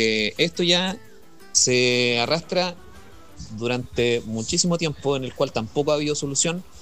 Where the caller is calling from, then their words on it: Chile; los únicos afectados por esta situación somos los chilenos de pie